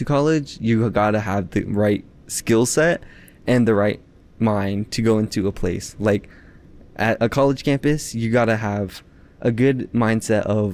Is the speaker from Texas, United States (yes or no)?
no; Aneth, Utah, United States; I'm from Aneth, Utah, which is on the Navajo Reservation